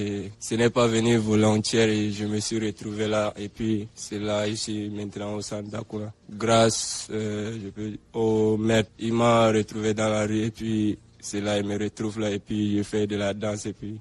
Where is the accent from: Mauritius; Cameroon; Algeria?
Cameroon; now in Chad; Je me suis retrouvé ici au Tchad. Donc c'est de ma volonté que je suis venu ici. Et je suis Camerounais.